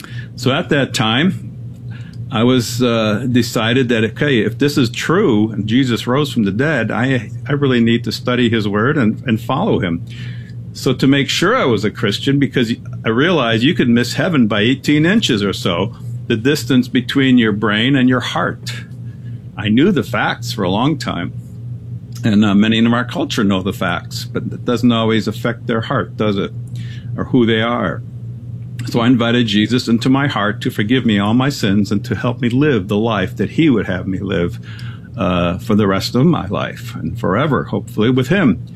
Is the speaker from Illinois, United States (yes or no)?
yes; Chicago, Illinois, United States; also born or lived in Cologne, Germany; I was born in Germany in Cologne, the big cathedral city. But when I was about 2 or 3 months old, I said to my mom, let's go see America. And she wanted to see America too. So my dad took us all, the three of us, immigrated to Chicago.